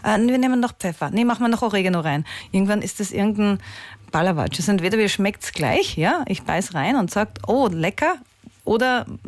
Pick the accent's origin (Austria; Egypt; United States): Austria; Das wusste ich damals als Österreicherin auch nicht.